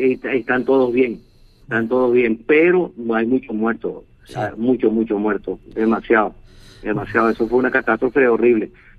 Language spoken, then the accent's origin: Spanish; Venezuela; moved away; Los dos somos venezolanos, sí. Los dos tenemos familia en Venezuela.